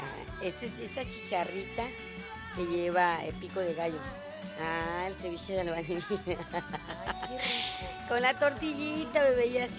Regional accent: Mexico; ya saben que somos mexicanos y siempre buscamos motivos para festejar.

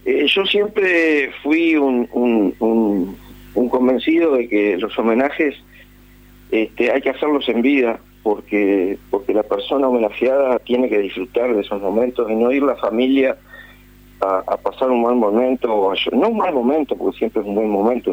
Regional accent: Mazangano, Cerro Largo, Uruguay; also born or lived in Melo; Nosotros, yo me crié en Mazangano, después ya más grande, mis hermanas, cuando nos vivimos a vivir a Melo, por temas de liceo y otras cosas, se criaron acá. Pero yo fui criado en campaña, en Mazangano

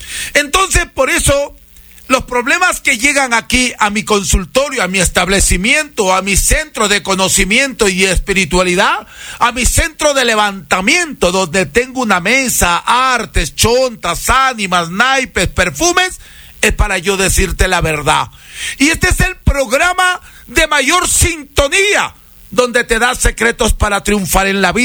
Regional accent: Huancabamba, Piura, Peru; now in Salcedo, Ecuador; Yo soy peruano, huancabambino, hijo de padres curanderos.

